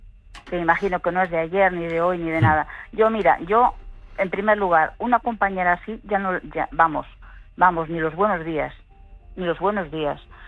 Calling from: La Lanzada, Galicia, Spain; yo soy de Galicia, de La Lanzada, no sé si conoces esta zona, que es muy bonita.

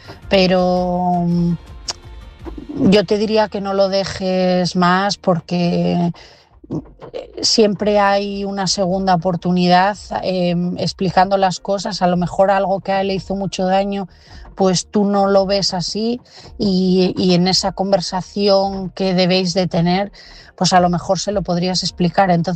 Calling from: Asturias, Spain

